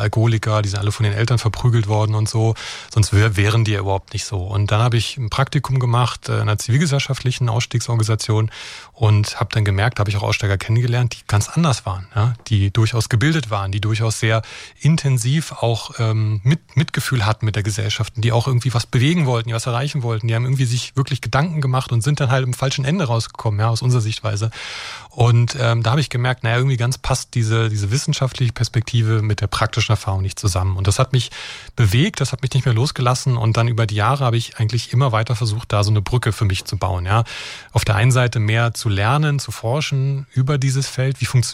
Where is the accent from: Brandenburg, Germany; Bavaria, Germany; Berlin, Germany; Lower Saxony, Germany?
Brandenburg, Germany; ich bin in Brandenburg geboren und aufgewachsen.